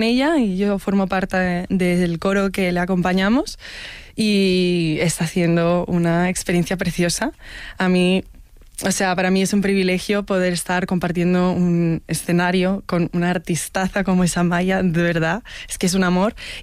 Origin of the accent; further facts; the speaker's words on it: Brazil; now in Barcelona, Spain; y, bueno, pues sí, efectivamente soy de Brasil. Me pilla un poco lejos esto de Alcázar de San Juan.